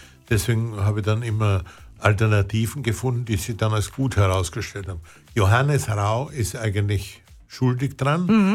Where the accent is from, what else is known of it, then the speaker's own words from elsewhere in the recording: Wilhelmsburg, Lower Austria, Austria; Ich bin in Wilhelmsburg aufgewachsen, ja. Das hat 6000 Einwohner.